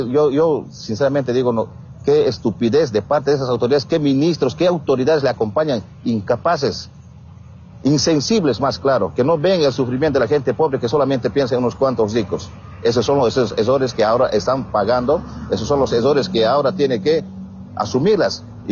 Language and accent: Spanish; Bolivia; nosotros como bolivianos